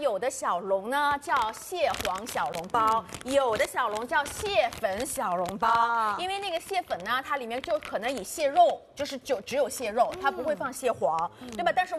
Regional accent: Shanghai, China

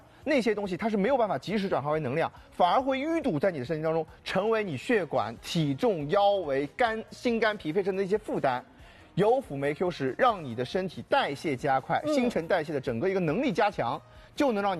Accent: Shanghai, China; 我们上海人

